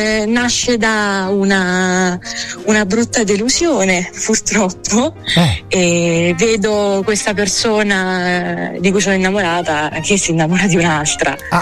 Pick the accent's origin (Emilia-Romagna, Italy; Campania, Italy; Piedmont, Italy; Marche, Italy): Campania, Italy; accent: Neapolitan; mi impegno a parlare in dizione per nascondere il mio accento.